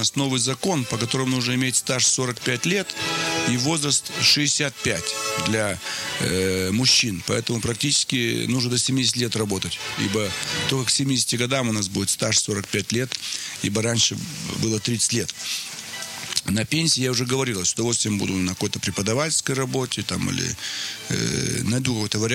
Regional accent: Russia

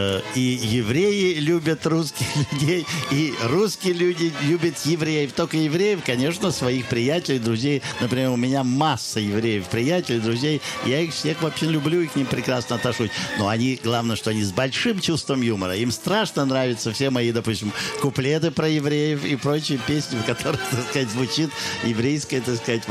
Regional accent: Odesa, Odesa Oblast, Ukraine; Я одессит

